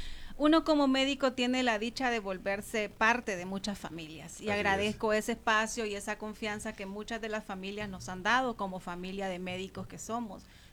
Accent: Tegucigalpa, Francisco Morazán, Honduras; Soy de Tegucigalpa, nací en Tegucigalpa y crecí en Tegucigalpa, capitalina 100%, pero amo el campo

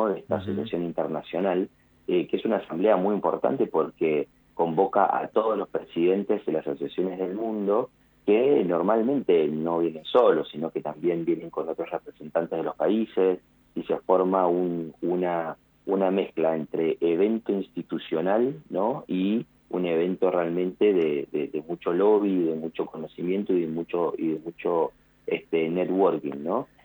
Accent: Argentina; nosotros como argentinos obviamente somos muy orgullosos de nuestros vinos

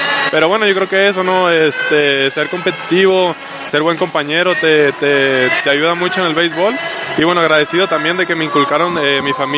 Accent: San Luis Potosí, Mexico; soy de San Luis Potosí, mi esposa es de Sonora.

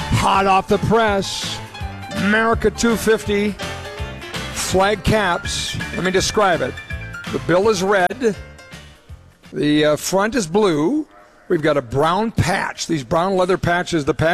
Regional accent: Montevideo, Minnesota, United States; I grew up in Montevideo, Minnesota.

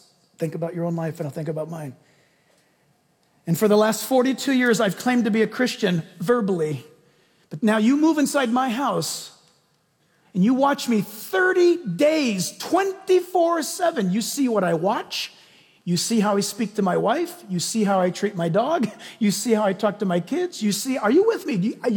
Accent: United States; born there; I was born in America.

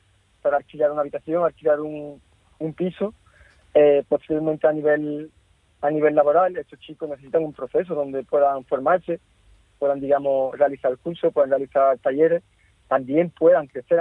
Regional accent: Cádiz, Andalusia, Spain; Bueno, yo primero soy de Cádiz, yo me he criado en Cádiz, llevo toda la vida en Cádiz, he crecido allí, he mamado Cádiz, como bien se dice.

